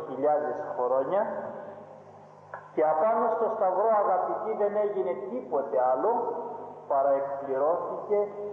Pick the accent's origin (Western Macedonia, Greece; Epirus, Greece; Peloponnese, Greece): Epirus, Greece; Ioannina; Όταν ήμουν μικρό παιδί στα Γιάννενα